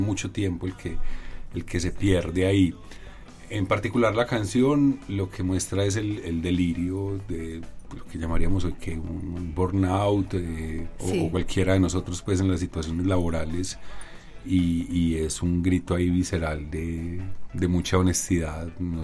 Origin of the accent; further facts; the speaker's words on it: Medellín, Antioquia, Colombia; yo crecí en esas casas, ahí a la vuelta ahí vivieron familiares, vivieron los amigos del colegio.